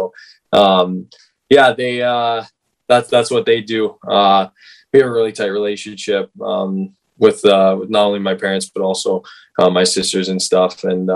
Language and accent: English; King City, Ontario, Canada; I'm from King City. We have a small local rink just by my house